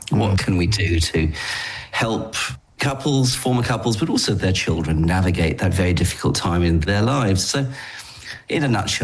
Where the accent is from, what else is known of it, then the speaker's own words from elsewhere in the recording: England, United Kingdom; moved away as an adult; now in Australia; the first thing I should say as soon as I open my mouth is I'm English by origin. And I'm very bad at languages, so I haven't really picked up any other accent. But I came out to Australia when I was 27 in 1986